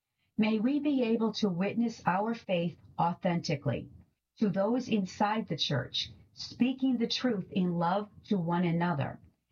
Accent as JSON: {"language": "English", "town": "Newburyport", "region": "Massachusetts", "country": "United States", "tie": "born or raised there", "lives_now": "Colorado, United States", "said": "New to Colorado, I was raised in Newburyport, where my relationship with the outdoors was formed. In a tiny house on Franklin Street, just steps away from the Merrimack River, the seeds were being planted"}